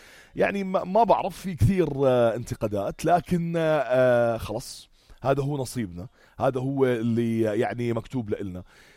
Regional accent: Jordan

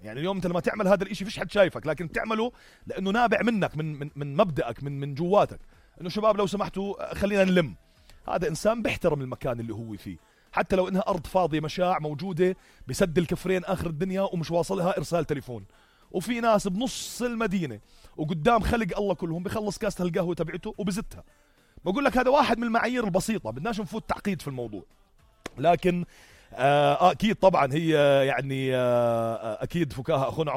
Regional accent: Jordan; أنا هون أردني ابن هاي البلد وتربيت بهاي البلد ووالدي انولد بهاي البلد وكملنا بهاي البلد وعشنا بهاي البلد وصرنا أولادها ونحمل جنسيتها.

